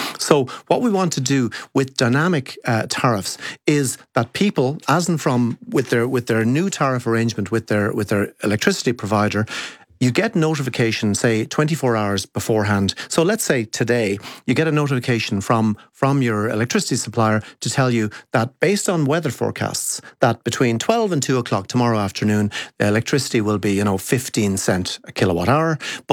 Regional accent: Kilkenny, Leinster, Ireland; Even my hometown of Kilkenny

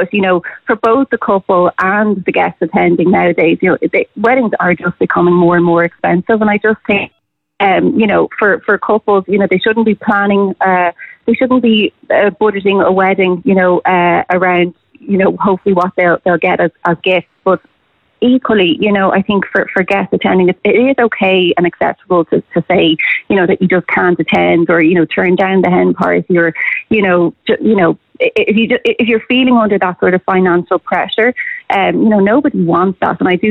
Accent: Ireland; I don't know if it will get to a point as Irish people where we'll turn up to a wedding

